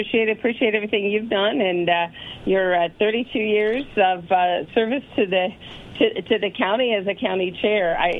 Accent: Fort Wayne, Indiana, United States; moved away; And now 2026, we are back in my hometown, Fort Wayne, Indiana.

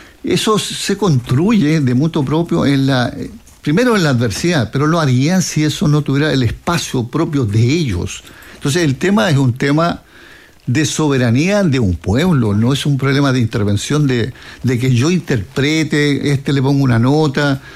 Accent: Chile; Yo soy chileno, por lo demás, ¿no?

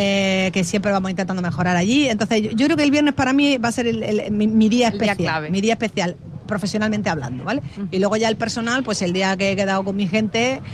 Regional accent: Almería, Andalusia, Spain; Pero es que yo soy muy almeriense.

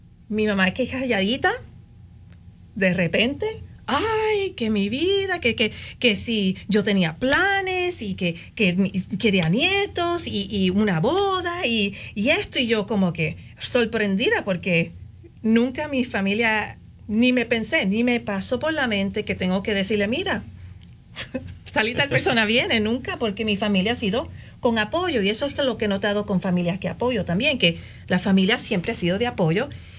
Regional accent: Puerto Rico; moved away as an adult; Yo soy de Puerto Rico. Y cuando yo me estaba criando en Puerto Rico

